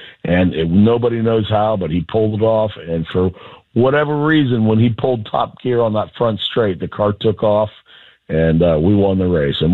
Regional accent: Gahanna, Ohio, United States; I grew up in Gahanna, and, you know, during high school and way before that, actually in mid-Ohio

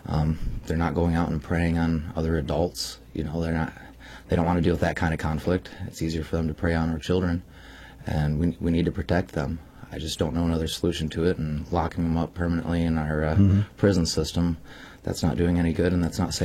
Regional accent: Irondale, Missouri, United States; also born or lived in Festus; now in Farmington, United States; I grew up out in Irondale, actually, small town, 374 people. Then I moved up to Festus for about 7 years and then came back down to Farmington and bought a small farm, almost 20 acres, raising my family and three kids out there

